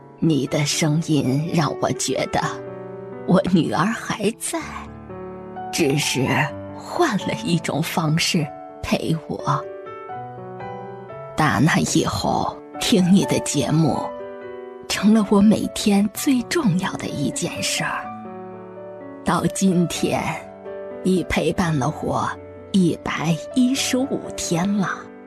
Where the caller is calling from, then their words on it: Hebei, China; 我是河北的一位老妈妈，现在住在邯郸的养老院里